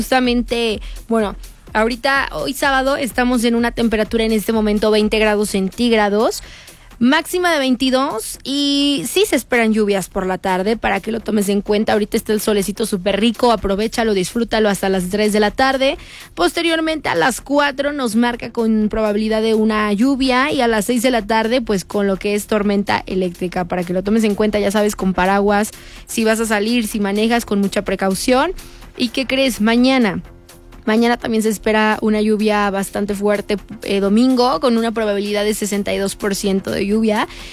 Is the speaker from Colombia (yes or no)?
no; Mexico; nosotros como mexicanos, que somos anfitriones